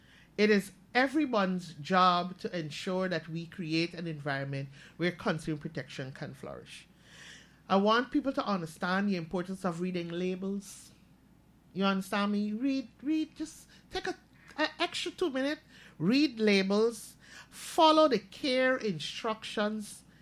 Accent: Linden, Upper Demerara-Berbice, Guyana; I am from Linden

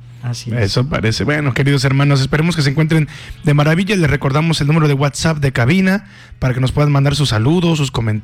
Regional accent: Mexico; Nosotros como mexicanos veneramos a la Guadalupana

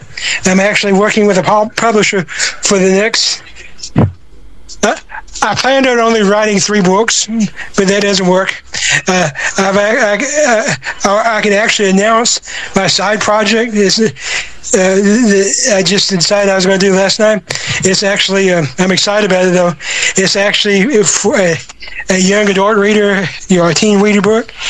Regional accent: Bible Belt, United States; And growing up in the Bible Belt, I got that asked a lot in different ways.

